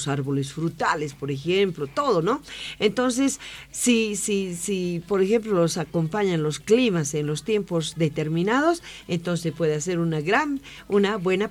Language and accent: Spanish; Bolivia; mañana vamos a celebrar como buenos bolivianos el 2 de agosto